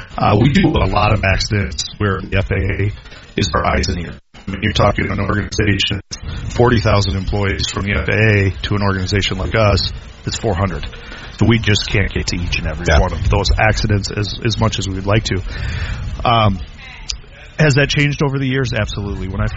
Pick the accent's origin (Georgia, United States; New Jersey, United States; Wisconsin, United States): Wisconsin, United States; Appleton; growing up in Appleton, my father was aviation and started coming down here when I was, four?